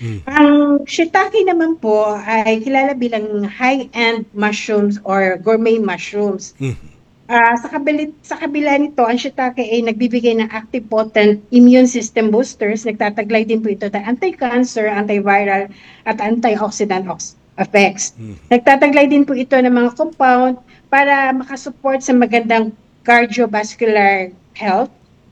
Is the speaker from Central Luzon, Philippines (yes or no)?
yes; Central Luzon, Philippines; Yes po, taga-Bulacan po ako okay before. Po. During my childhood years po. So, elementary ko po, sa Bulacan po ako.